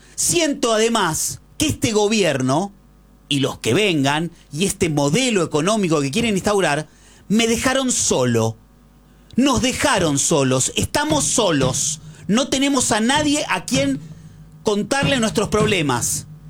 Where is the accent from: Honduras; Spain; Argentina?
Argentina; ¿Saben qué me pasa como argentino?